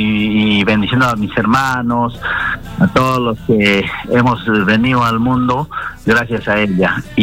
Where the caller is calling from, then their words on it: Arequipa, Peru; aquí en Arequipa